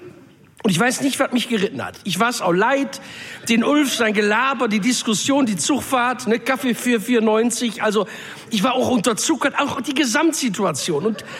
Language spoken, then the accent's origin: German; North Rhine-Westphalia, Germany; Bei uns im Pott sagst du Haiopai zu sowas.